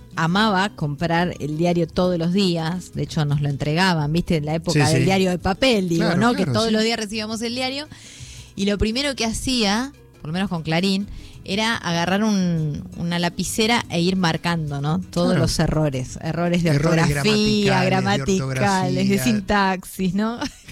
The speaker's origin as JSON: {"language": "Spanish", "region": "Córdoba", "country": "Argentina", "said": "Conozco muy bien Córdoba, tanto que soy cordobés, imagínate."}